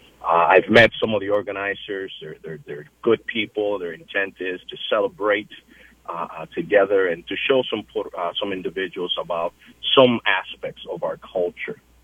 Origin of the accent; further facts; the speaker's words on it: Santa Isabel, Puerto Rico; I was born and raised up in Puerto Rico. I grew up in one of the worst places at that time, Residencial Rincón Taíno in Santa Isabel, Puerto Rico.